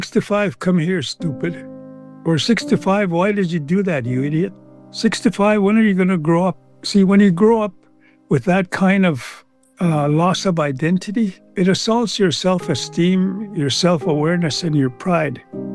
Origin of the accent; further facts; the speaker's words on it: Alberta, Canada; I was born on the Erminskin Cree Nation and was raised by my grandparents until I was taken to residential school when I was 6 years old.